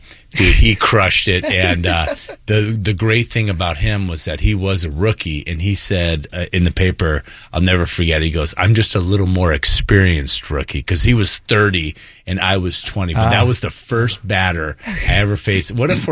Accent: Oklahoma, United States; born there; So I was born in Oklahoma, actually, so because he was teaching, and he'd have to move up and all around.

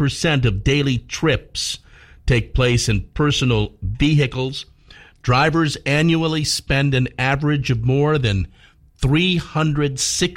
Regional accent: Norfolk, Virginia, United States; My hometown of Norfolk is 44th.

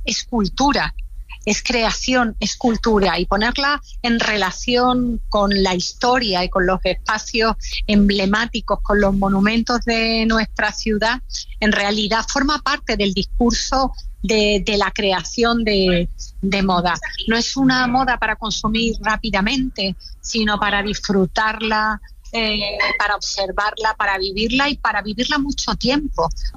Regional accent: Málaga, Andalusia, Spain; yo soy de Málaga y soy un poco sagrada.

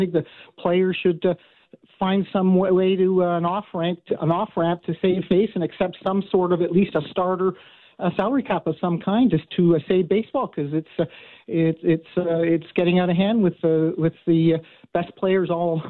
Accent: Chicago, Illinois, United States; now in Los Angeles, United States; I'm originally from Chicago

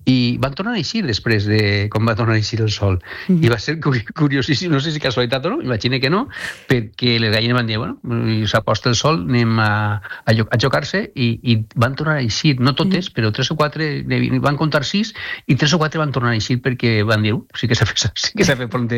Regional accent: Alcoy, Valencian Community, Spain; jo soc d'Alcoi

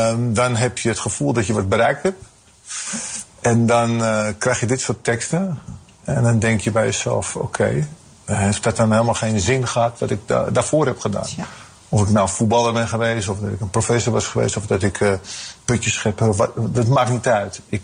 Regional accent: Netherlands; Want ik ben wel Nederlander. Ik voel me ook Nederlander. En ik ben trots op Nederland. Omdat als ik in het buitenland kom, dan zie ik wat er allemaal gebeurt in het buitenland. En dan ben ik toch blij dat mijn wiegje hier heeft gestaan.

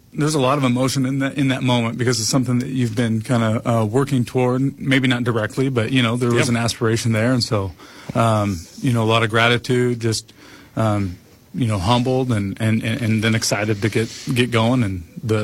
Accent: Washington, United States; I'm from Eastern Washington, so this is very comfortable.

